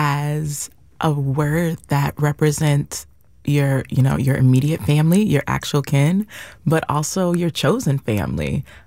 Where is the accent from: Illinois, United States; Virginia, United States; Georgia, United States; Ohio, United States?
Ohio, United States; now in San Diego, United States; I grew up celebrating a lot of Black American holidays, and I'm originally from Ohio